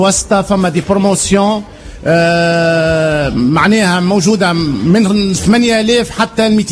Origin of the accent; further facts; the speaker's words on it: Houmt Souk, Medenine, Tunisia; also born or lived in Sousse, Tunisia; إحنا مزيج بين جربة وسوسة.